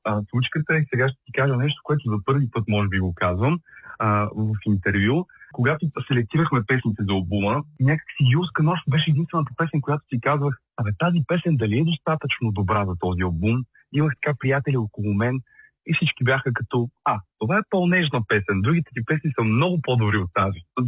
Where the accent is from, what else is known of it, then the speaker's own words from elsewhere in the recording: Burgas, Burgas Province, Bulgaria; аз родом съм си от Бургас.